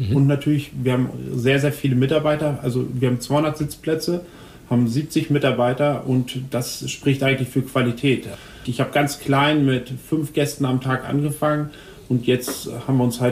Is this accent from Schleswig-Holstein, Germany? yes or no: no; Braunschweig, Lower Saxony, Germany; moved away as an adult; also born or lived in Hoyerswerda / Juist; now in Lautenthal, Germany; Ich komme ursprünglich aus Hoyerswerda, bin in Braunschweig groß geworden